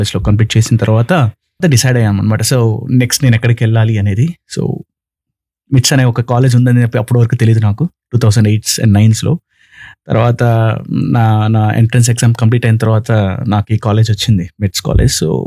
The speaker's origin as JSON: {"language": "Telugu", "town": "Rapur", "region": "Andhra Pradesh", "country": "India", "tie": "born or raised there", "also_born_or_lived": "Nellore", "first_language": "Tamil", "said": "So నేను పుట్టి పెరిగిందంతా నెల్లూరు జిల్లా రాపూర్ అనే ఒక గ్రామంలో. సో నా స్టడీస్ అక్కడే అయ్యింది 10th వరకు, గుడ్చప్పటి ఇంగ్లీష్ మీడియం హై స్కూల్ అనే ఒక స్కూల్లో, చిన్న స్కూల్ అండి."}